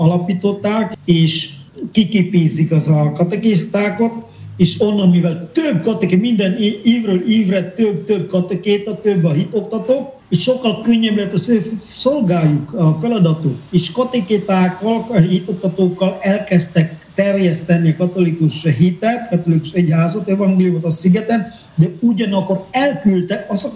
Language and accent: Hungarian; Indonesia; born there; Hungarian is a second language; moved away; Eddig az egész szigeten a minden plebános minden plebános csak holland papok voltak. Én gyermekkoromban is így nőttem föl holland plebánosok mellett.